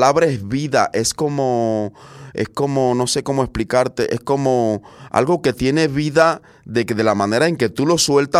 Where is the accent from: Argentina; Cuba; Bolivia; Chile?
Cuba; moved away; en Cuba, de donde vengo